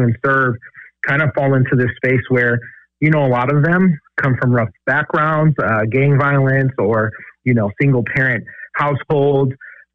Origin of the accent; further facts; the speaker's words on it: Racine, Wisconsin, United States; Well, I'm a native of Wisconsin, so I grew up in Racine, Wisconsin most of my life.